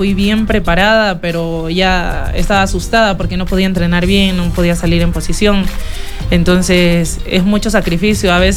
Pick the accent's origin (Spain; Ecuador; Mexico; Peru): Ecuador; also born or lived in Colombia; yo tenía papeles colombianos, porque yo nací en Colombia, pero crecí aquí en Ecuador.